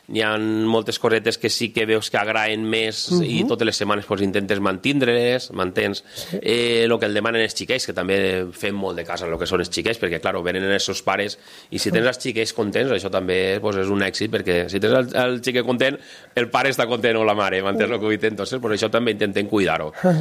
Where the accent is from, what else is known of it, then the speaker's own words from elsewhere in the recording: Cocentaina, Valencian Community, Spain; nosaltres, independentment de que som de Cocentaina